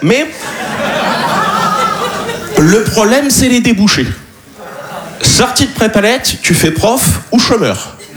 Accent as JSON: {"language": "French", "region": "Nouvelle-Aquitaine", "country": "France", "said": "Non, je viens de la campagne que tu sais pas placer sur une carte. Hein, moi, je suis originaire de Charente."}